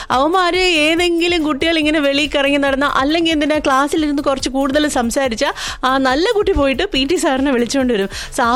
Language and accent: Malayalam; Thiruvananthapuram, Kerala, India; accent: Thiruvananthapuram slang; ഞങ്ങൾ തിരുവനന്തപുരത്തുകാരാണ് സാർ.